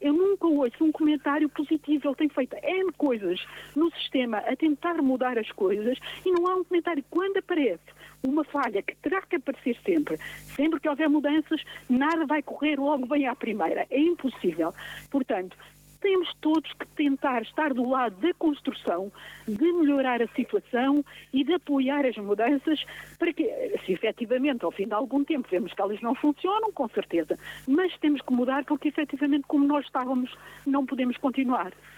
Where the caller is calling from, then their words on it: Portugal; como português, todos nós, como portugueses, queremos realmente um Portugal diferente.